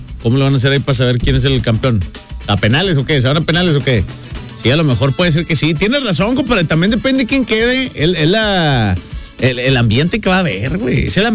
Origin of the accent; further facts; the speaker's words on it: Mexico; Yo soy mexicano hasta el tope